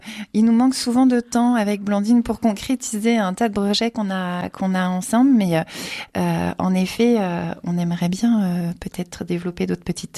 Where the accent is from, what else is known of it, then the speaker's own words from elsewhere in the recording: Grand Est, France; now in Bauges, France; je suis originaire d'Alsace